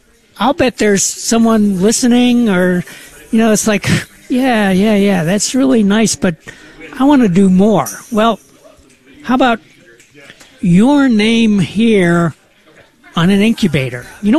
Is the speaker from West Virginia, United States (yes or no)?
yes; Wheeling, West Virginia, United States; also born or lived in Cleveland; And grew up in Wheeling and came to medical school here, did my residency, went down to Florida for subspecialty training